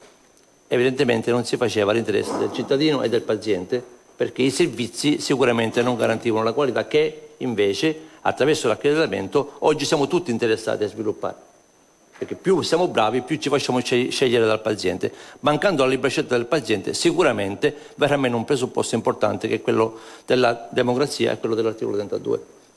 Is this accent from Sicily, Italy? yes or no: yes; Sicily, Italy; La regione Sicilia, noi siamo siciliani